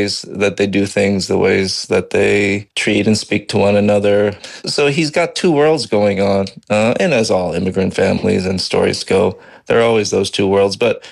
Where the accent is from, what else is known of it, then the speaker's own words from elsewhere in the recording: New York, United States; I did grow up in Westchester, north of New York City